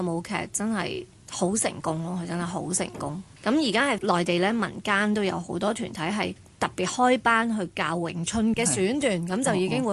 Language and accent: Cantonese; China; 咁其實我哋係中國人嘅藝術工作者啦，其實我哋都有責任將傳統文化元素透過舞蹈去傳承同埋推廣出去咯。